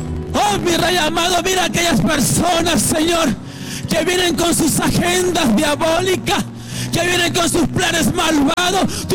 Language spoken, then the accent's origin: Spanish; Colombia; resplandezca en nuestra Colombia a lo largo, a lo ancho.